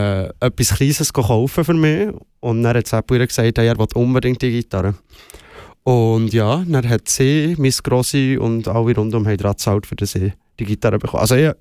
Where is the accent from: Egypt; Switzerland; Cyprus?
Switzerland; Steffisburg, Bern; now in Gunten, Switzerland; aufgewachsen in Steffisburg. Momentan wohne ich zu Gunten